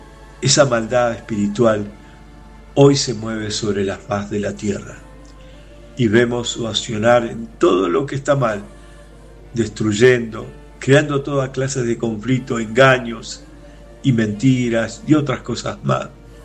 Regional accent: Argentina; now in Los Muermos, Chile; soy de Argentina

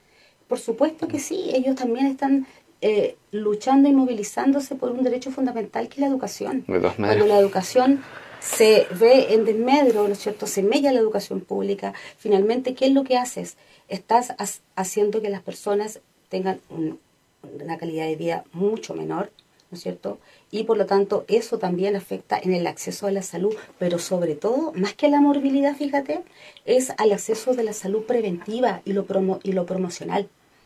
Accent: Los Lagos, Chile; ¿Y qué pasa con nuestras vecinas, con nuestros vecinos? Yo soy chilota.

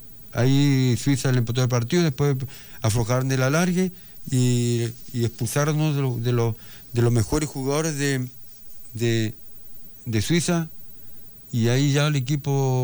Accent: Chile; como hablamos aquí en la chilena y por acá cerca

